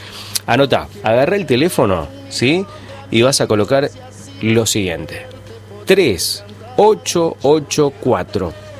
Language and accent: Spanish; Argentina; Claro, somos argentinos.